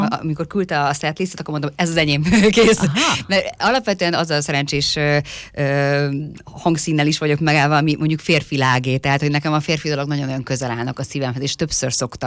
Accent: Kecskemét, Bács-Kiskun, Hungary; kecskeméti vagyok

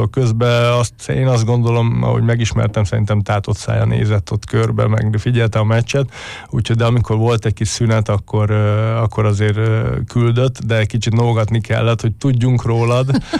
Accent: Paks, Tolna, Hungary; moved away; hogy törzsgyökeres paksi vagyok

